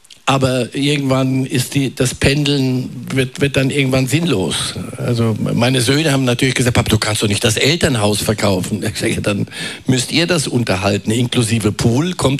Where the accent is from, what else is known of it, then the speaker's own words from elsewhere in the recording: Switzerland; Ja, ich bin Schweizer, aber weißt, keine Kulturaneignung.